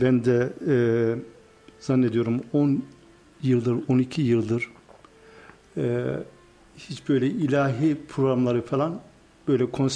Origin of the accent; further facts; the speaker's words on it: Amasya, Turkey; Aslında ben Amasyalıyım. Amasya Büyükahmet Lisesi'nde hafızlığımı yaptım.